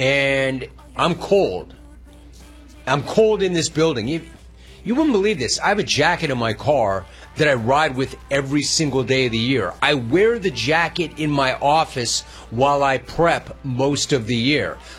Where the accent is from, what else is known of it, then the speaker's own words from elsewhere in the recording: Los Angeles, California, United States; I grew up in the San Fernando Valley. It's hot as hell. It's the service of the sun in the valley. I grew up playing tennis in the San Fernando Valley.